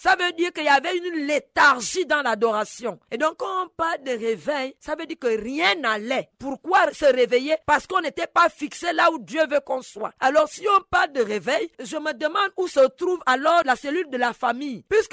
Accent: Gabon; est récurrent au Gabon chez moi? On a eu cela.

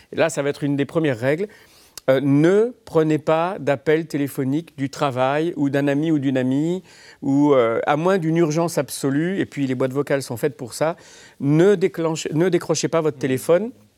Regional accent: France; C'est pas juste parce qu'on est français, vous savez, avec cette image de romantisme.

